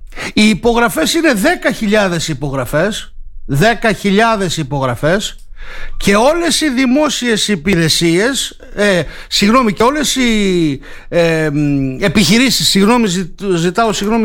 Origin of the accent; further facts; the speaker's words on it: Greece; Εμένα προσωπικά σαν Έλληνας μου κάνει τον ίδιο.